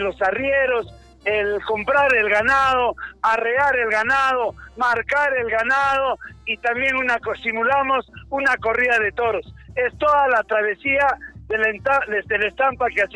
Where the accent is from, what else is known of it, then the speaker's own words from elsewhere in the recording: Viraco, Arequipa, Peru; hoy venimos todo el pueblo de Viraco, venimos a saludar, hemos venido de nuestra tierra